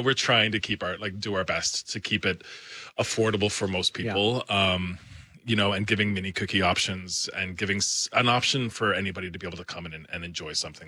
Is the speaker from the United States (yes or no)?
no; Newfoundland and Labrador, Canada; I don't know if it's because I'm from Newfoundland, and I'm not sure what I mean by this